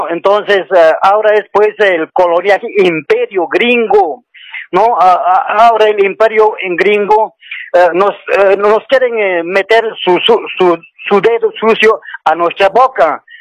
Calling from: Cochabamba, Bolivia; Estoy llamando del departamento de Cochabamba.

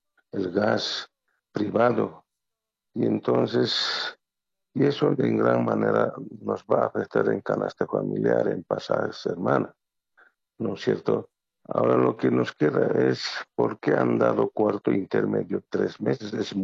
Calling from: Sipe Sipe, Cochabamba, Bolivia; aquí del municipio de Sipe-Sipe de Cochabamba estoy llamando, hermana.

